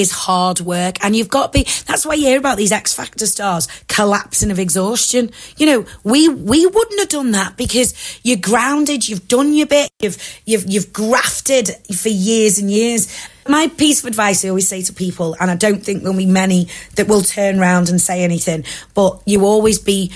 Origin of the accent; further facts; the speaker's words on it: Southport, North West England, United Kingdom; It was my hometown this has happened in.